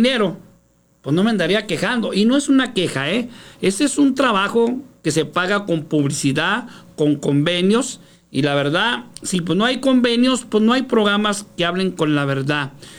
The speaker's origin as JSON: {"language": "Spanish", "country": "Mexico"}